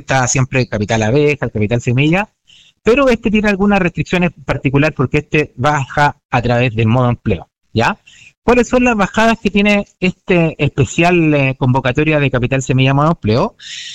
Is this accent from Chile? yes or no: yes; Chile; siendo uno siempre chileno